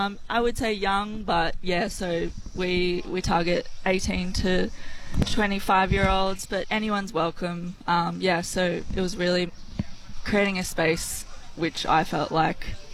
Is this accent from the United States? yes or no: no; Port Macquarie, New South Wales, Australia; So I grew up in Port Macquarie. I moved away for uni, but when I came back, I was out.